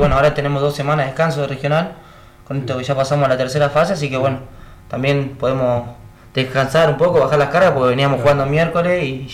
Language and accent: Spanish; Avellaneda, Buenos Aires Province, Argentina; moved away as an adult; now in Santa Cruz, Argentina; yo, bueno, soy de Avellaneda, allá de Buenos Aires.